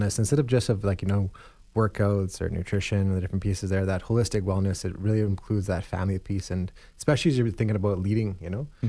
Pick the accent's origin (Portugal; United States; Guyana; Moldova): Guyana; I'm Guyanese and also Cree.